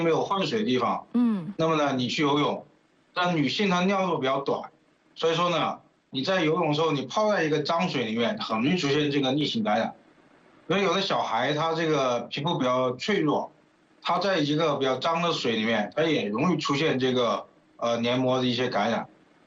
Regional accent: southern China, China; 我们作为一个南方人，这个上火是最典型的一个大家说的一个问题。

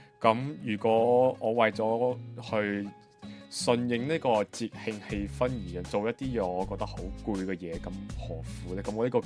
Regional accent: Macau; moved away; 我是来自中国澳门的

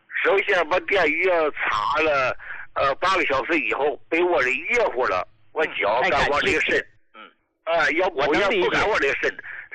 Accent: Dalian, Liaoning, China; 好，我是大连的，那怎么能给我邮来还是怎么弄？

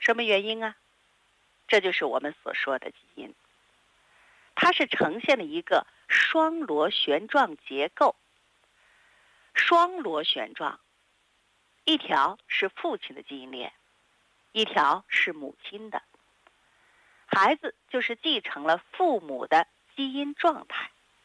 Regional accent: China

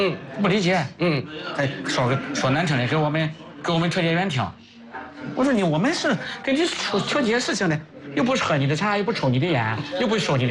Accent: China; 我们中国人的智慧是了不起的

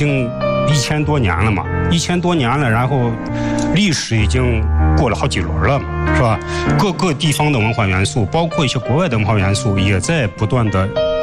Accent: Shaanxi, China

